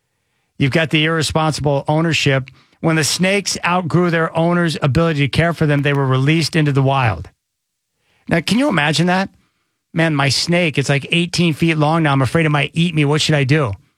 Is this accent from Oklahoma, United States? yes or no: yes; Oklahoma, United States; I'm like anyone else, like snakes, they make me, I grew up around them in Oklahoma.